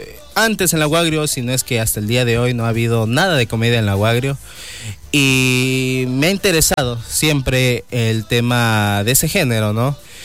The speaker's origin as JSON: {"language": "Spanish", "town": "Quito", "region": "Pichincha", "country": "Ecuador", "tie": "born there", "moved": "as an adult", "lives_now": "Lago Agrio, Ecuador", "said": "Yo soy de Quito. Exactamente, yo nací en Chimbacalle."}